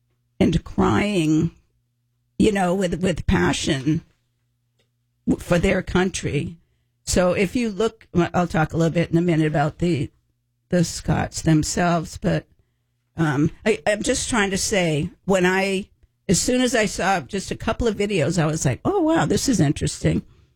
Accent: Boston, Massachusetts, United States; moved away; But I'm from the Boston area

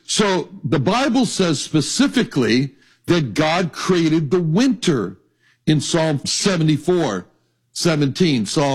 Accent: Los Angeles, California, United States; It was so cold. I was raised in Los Angeles. I wasn't used to that.

